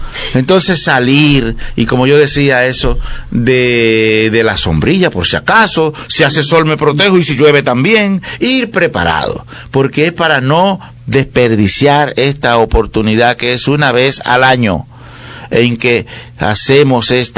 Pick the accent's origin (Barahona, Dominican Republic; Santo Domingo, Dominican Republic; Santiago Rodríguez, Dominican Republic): Santiago Rodríguez, Dominican Republic; now in La Vega, Dominican Republic; de niño yo vengo de un campo de Santiago Rodríguez. Yo vengo de un campo de Santiago Rodríguez.